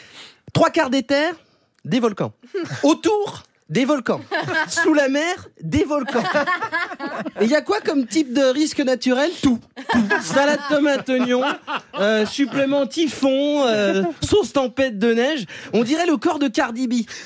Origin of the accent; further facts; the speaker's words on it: Vaulx-en-Velin, Auvergne-Rhône-Alpes, France; born there; je suis né à Vaux-en-Velin. L'escape game, il a commencé à ma naissance. J'y suis encore.